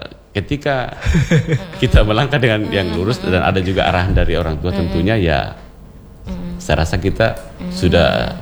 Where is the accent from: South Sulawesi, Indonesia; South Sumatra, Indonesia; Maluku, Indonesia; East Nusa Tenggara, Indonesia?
South Sulawesi, Indonesia; moved away as an adult; also born or lived in Yogyakarta; kita itu kan dikenal sebagai perantau. Jadi ketika pun kita melangkah keluar dari Sulawesi itu sudah ada rasa percaya diri.